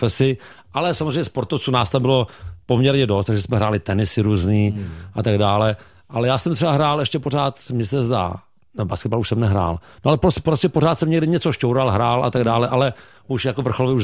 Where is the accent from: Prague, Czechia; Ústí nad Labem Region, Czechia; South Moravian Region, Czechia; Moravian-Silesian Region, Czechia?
Prague, Czechia; A narodil jsem se na Bojišti, Praha 2. Celý život jsem jako v Praze.